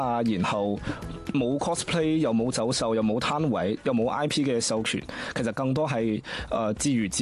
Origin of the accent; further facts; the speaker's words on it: Guangzhou, Guangdong, China; 大家好，我系嚟自中国广州嘅